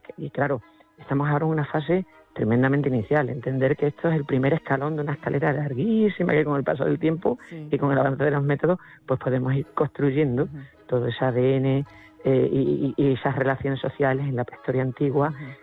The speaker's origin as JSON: {"language": "Spanish", "region": "Extremadura", "country": "Spain", "said": "casi tanto más calor que el que hace en mi tierra aquí en Extremadura"}